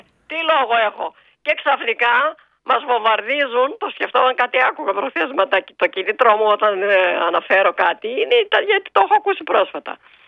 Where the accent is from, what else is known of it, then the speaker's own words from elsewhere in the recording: Ioannina, Epirus, Greece; ήμουνα τα ωραία Γιάννενα, τρελαίνομαι για τα Γιάννενα, καλά δεν πέφτω κάτω, καθόλου, επειδή είναι η πατρίδα μου.